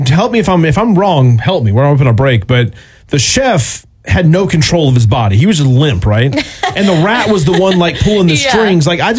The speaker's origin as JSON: {"language": "English", "region": "Georgia", "country": "United States", "tie": "born or raised there", "said": "I was born and raised here in Georgia."}